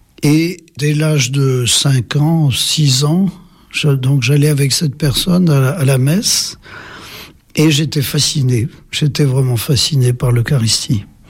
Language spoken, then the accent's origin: French; Limoges, Nouvelle-Aquitaine, France